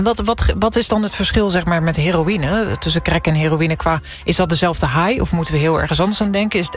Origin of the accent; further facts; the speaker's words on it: Rotterdam, South Holland, Netherlands; ik kom uit het centrum van Rotterdam.